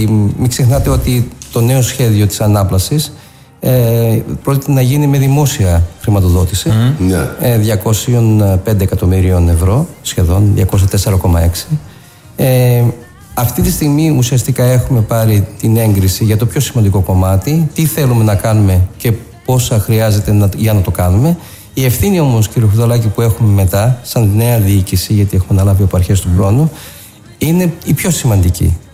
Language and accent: Greek; Thessaloniki, Central Macedonia, Greece; also born or lived in Athens; now in Thessaloniki, Greece; Σαν Θεσσαλονικιός που έχει ζήσει τα περισσότερα χρόνια του στην Αθήνα επαγγελματικά